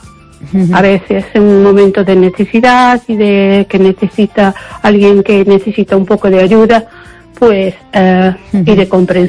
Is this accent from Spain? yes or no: yes; Spain; also born or lived in United Kingdom; Yo soy española, pero viví mucho tiempo en el extranjero.